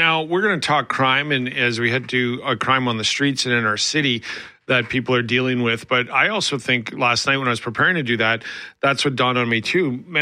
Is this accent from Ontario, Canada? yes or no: no; Alberta, Canada; moved away; I'm from Alberta originally.